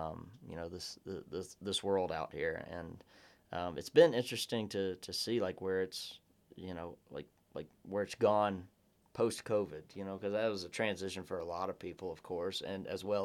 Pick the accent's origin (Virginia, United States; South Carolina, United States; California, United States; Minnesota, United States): South Carolina, United States; born or raised there; moved away as an adult